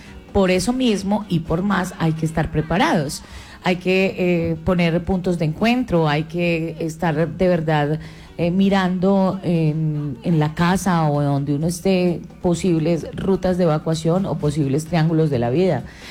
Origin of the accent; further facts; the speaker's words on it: Colombia; eso somos los colombianos.